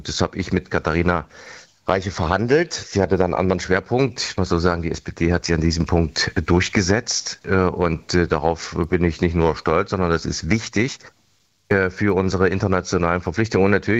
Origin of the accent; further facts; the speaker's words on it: Erfurt, Thuringia, Germany; Entsiegelung von Flächen in Erfurt, meiner Heimat.